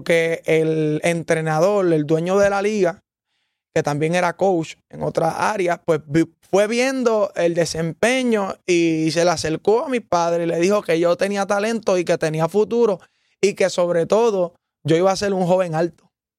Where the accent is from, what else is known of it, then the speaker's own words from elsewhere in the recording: Ponce, Puerto Rico; yo soy de Ponce, pero mi equipo antes era los Capitanes de Arecibo.